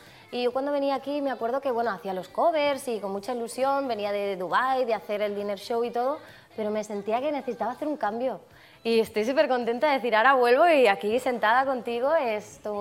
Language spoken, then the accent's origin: Spanish; Badalona, Catalonia, Spain; moved away as an adult; now in Barcelona, Spain; En Badalona, que somos todo la mitad charnegos